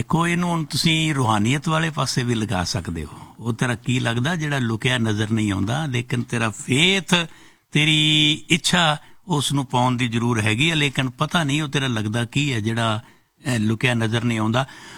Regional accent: Punjab, India; ਅਸੀਂ ਮੈਂ ਇੰਡੀਆ ਤੋਂ ਪੰਜਾਬ ਤੋਂ ਰਹਿਣ ਵਾਲਾ

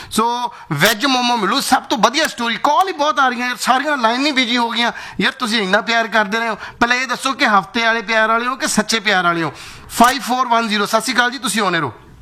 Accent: Moga, Punjab, India; ਸਾਡੇ ਪੰਜਾਬ ਨਾਲੋਂ, ਸਾਡੇ ਮੋਗੇ ਨਾਲੋਂ

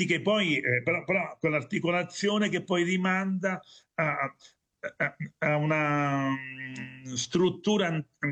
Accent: Monteverde, Campania, Italy; moved away as an adult; now in Milan, Italy; Io sono di un piccolo paese della provincia d'Avellino

